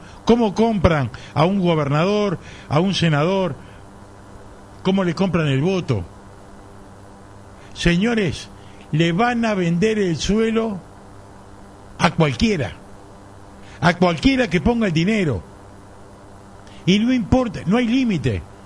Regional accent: Argentina

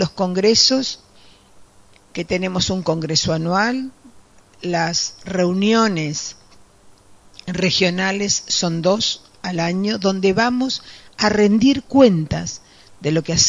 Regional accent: Montevideo, Uruguay; born there; soy hija de un obrero, de un trabajador, que se vino del departamento 33 con un par de zapatillas abajo de su brazo, porque mi abuelo había fallecido y bueno, tuvieron que venirse a Montevideo a trabajar.

